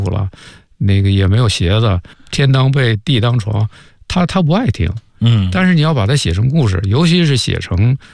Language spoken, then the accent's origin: Chinese; Beijing, China; accent: Beijing dialect; 像在咱们北京话里面